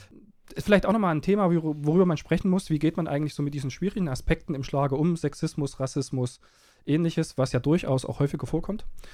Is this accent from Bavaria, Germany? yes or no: no; Saxony, Germany; ich kann es schwer aussprechen als Sachse